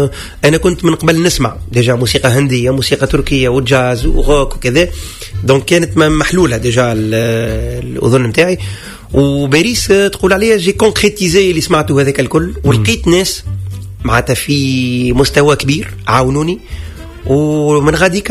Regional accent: Tunisia; وانا دونك من تونس

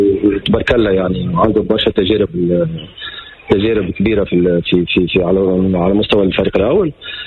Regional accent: Tunisia; سي قيس المتلوي من أحسن كفاءات عندنا في تونس

